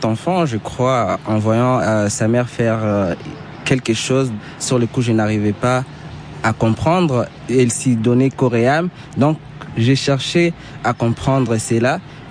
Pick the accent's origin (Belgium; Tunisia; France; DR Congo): DR Congo; East; first language Swahili; French is a second language; now in Kinshasa, Congo DR; Oui, le Swahili, je viens de l'Est, donc l'Est, c'est le Swahili, comme ici à l'Ouest, à Kinshasa, c'est les Lingala.